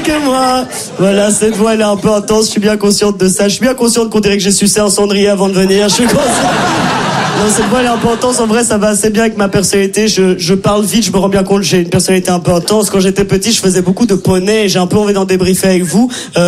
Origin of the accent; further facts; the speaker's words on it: Belgium; En tout cas, je viens pas de France, voilà, je viens de Belgique.